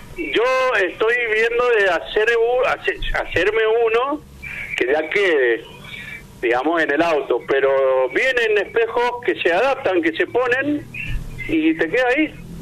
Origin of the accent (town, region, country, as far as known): Mendoza, Argentina